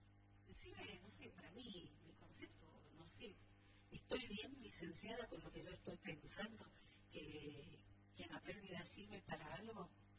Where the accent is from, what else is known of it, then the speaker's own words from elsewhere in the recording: Argentina; Más allá de como argentinos que perdemos, ¿qué perdemos como personalmente?